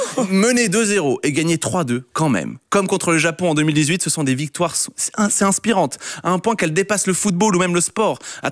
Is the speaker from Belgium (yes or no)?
yes; Belgium; le bonheur que nous traversons en tant que Belges miraculés ne connaît aucune limite.